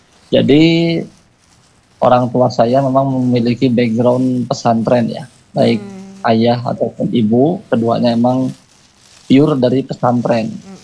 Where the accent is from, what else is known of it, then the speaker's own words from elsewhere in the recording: Majalengka, West Java, Indonesia; also born or lived in Bandung / Cirebon; Saya asli dari Majalengka. Saya sekolah di Majalengka kira-kira sampai SMP, lalu SMA saya pindah ke Bandung.